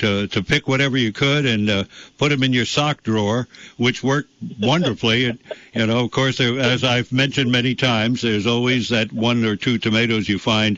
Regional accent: Bronx, New York, United States; I mean, growing up in the Bronx, all I knew was doo-wop and the pool halls and all of that.

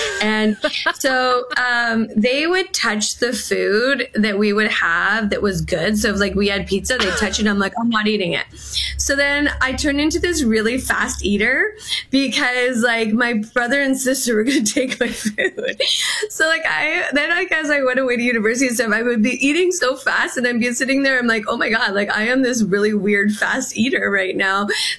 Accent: Sault Ste. Marie, Ontario, Canada; I grew up in Sault Ste. Marie

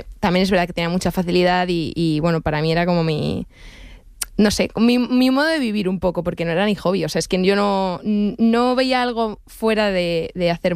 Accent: Madrid, Community of Madrid, Spain; Pero yo sí, soy madrileña.

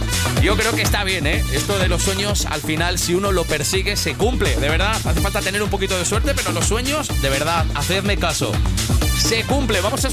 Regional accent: Manzanares, Castilla-La Mancha, Spain; moved away; la radio local de mi pueblo, en Onda Mancha Manzanares, en Ciudad Real.

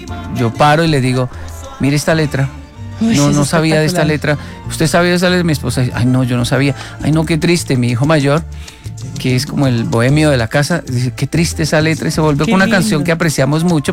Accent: Colombia; yo soy colombiano, me di cuenta que era colombiano, porque cuando Japón pierde en el fútbol, a mí me da tristeza.

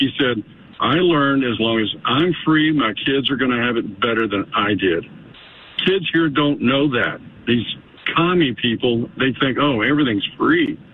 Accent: Waco, Texas, United States; now in Mesa, Arizona, United States; I grew up in Waco, Texas

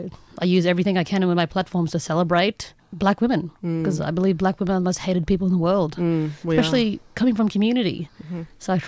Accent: Wyndham, Western Australia, Australia; also born or lived in Elcho Island, Northern Territory; way over in the Kimberley, East Kimberley more specifically, from a small town called Wyndham. And I'm also from Kalawinku, which is also called Elko Island, all the way in East Arnhem Land.

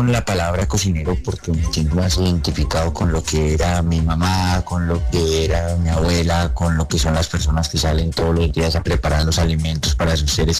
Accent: Colombia; yo soy un cocinero colombiano.

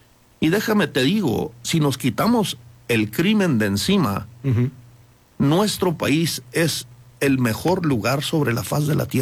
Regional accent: Chihuahua, Mexico; born there

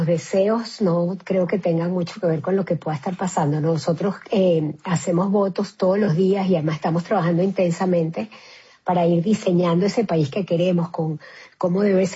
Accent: Venezuela; hacemos los venezolanos en todos los espacios donde vivimos

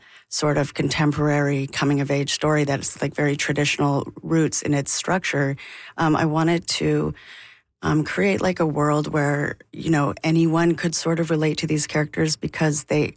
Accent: Alberta, Canada; growing up in Alberta in the 90s and you know, kind of figuring out you're queer and being a little scared about

